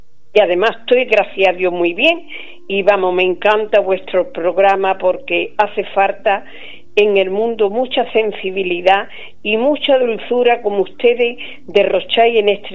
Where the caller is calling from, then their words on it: Huelva, Andalusia, Spain; Soy de Huelva, pero estoy ahora mismo en Mazagón.